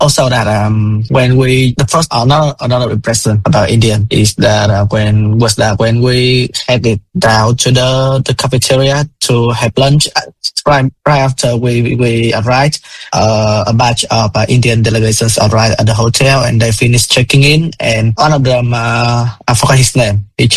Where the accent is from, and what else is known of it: Vietnam